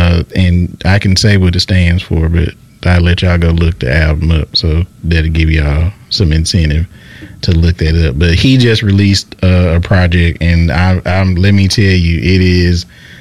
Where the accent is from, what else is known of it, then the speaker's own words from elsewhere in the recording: Greenville, Mississippi, United States; Like, I'm from Greenville. I know that's country